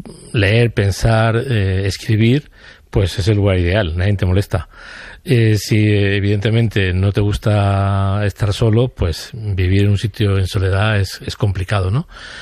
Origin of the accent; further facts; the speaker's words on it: Córdoba, Andalusia, Spain; es mi ciudad natal, Córdoba, que es, como todo el mundo sabe, la ciudad del mundo con más lugares patrimonio de la humanidad.